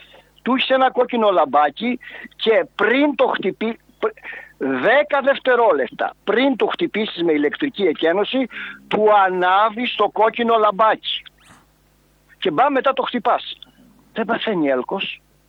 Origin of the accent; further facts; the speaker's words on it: Kardamas, Western Greece, Greece; να πάω εγώ στο χωριό μου τον Καρδαμά να δουλέψω στο χτήμα μου